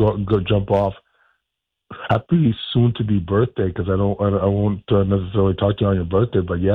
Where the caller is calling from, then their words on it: Vancouver, British Columbia, Canada; I'm at this conference right now. I'm actually calling from Vancouver